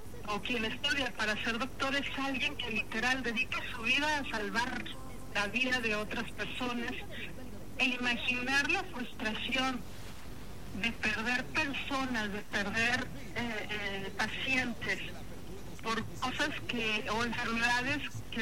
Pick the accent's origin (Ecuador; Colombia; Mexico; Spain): Mexico; Y creo que como mexicanos, nuestro mayor problema, más allá de lo de salud, es que hemos estado eligiendo políticos que prefieren vivir de narrativas